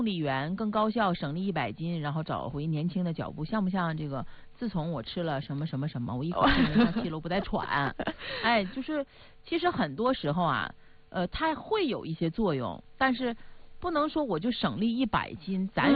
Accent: Northeast China, China; 用我们东北话说，我这是玻璃盖嘛

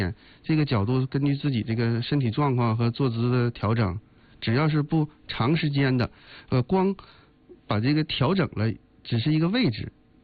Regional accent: Northeast China, China; 作为东北人来说吧，咱们可以比喻成这个，

